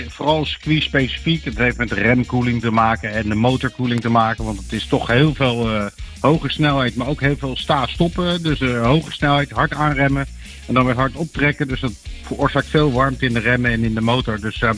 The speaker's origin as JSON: {"language": "Dutch", "country": "Netherlands"}